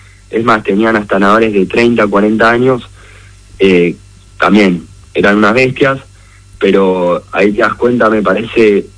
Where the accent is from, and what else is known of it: Argentina